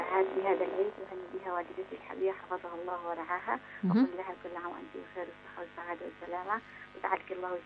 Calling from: Lahij, Yemen; من محافظة لحج

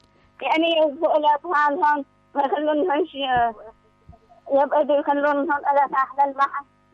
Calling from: Al Hudaydah, Yemen; من الحديدة بيت الحقيه

